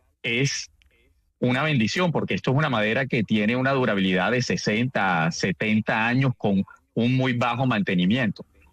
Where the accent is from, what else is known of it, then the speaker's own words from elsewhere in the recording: Barranquilla, Atlántico, Colombia; como barranquilleros decíamos, no podemos crecer y nuestras generaciones no pueden crecer dándole la espalda a esto